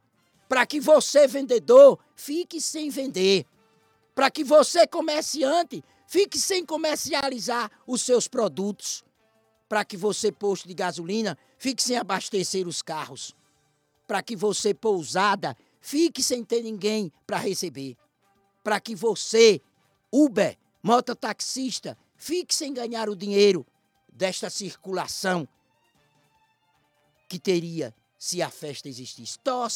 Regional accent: Olhos d'Água, Brazil; teve 21 votos nos olhos d'água, minha terra querida

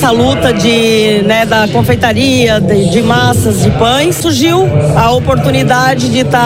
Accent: Santa Catarina, Brazil; now in Vidal Ramos, Brazil; namorei com um caboclo lá da Embuia, da minha terra natal, juntamos as escovas de dente, fomos pra roça

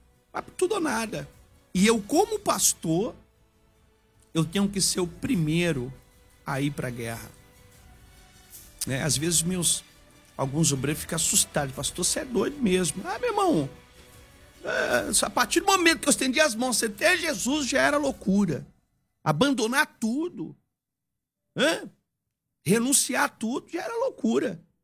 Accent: Bahia, Brazil; moved away; Eu sou baiano, ué. Sou baiano.

